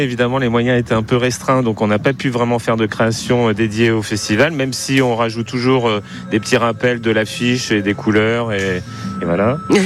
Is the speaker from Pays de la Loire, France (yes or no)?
yes; Le Mans, Pays de la Loire, France; On est du Mans et on est un collectif variable